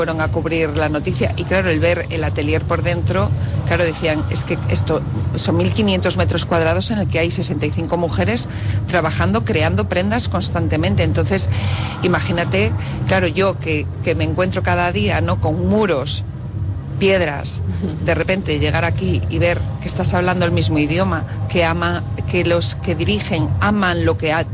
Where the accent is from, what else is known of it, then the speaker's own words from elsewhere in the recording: Castile and León, Spain; also born or lived in Paris; yo vengo de Castilla y León.